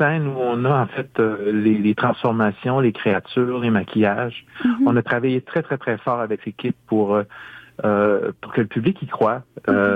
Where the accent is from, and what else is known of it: Quebec, Canada